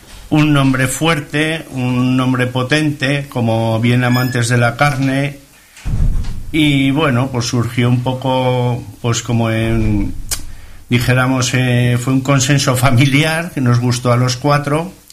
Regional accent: Zaragoza, Aragon, Spain; now in Barbastro, Spain; yo, como bien has dicho, soy de Zaragoza y me gusta vivir en el mundo rural

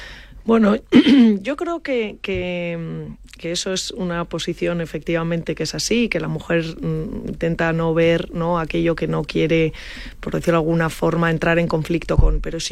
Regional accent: Asturias, Spain; Me estoy acordando ahora de una que se llama … yo soy asturiana

